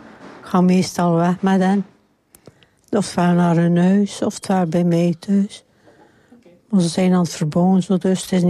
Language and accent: Dutch; Oudenburg, West Flanders, Belgium; also born or lived in Westkerke; Ja, ik ben van Oudenburg.